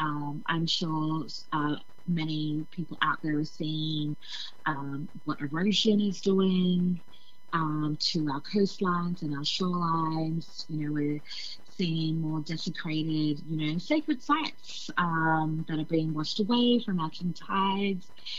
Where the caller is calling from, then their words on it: Melbourne, Victoria, Australia; I'm calling in from Nam, which is the traditional name for Melbourne of the Wurundjeri Woiwurrung people.